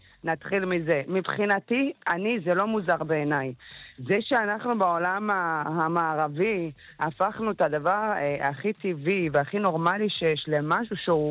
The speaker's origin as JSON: {"language": "Hebrew", "country": "Ethiopia", "tie": "born or raised there", "moved": "yes", "lives_now": "Israel", "said": "נוף ילדותי, גדלתי באתיופיה"}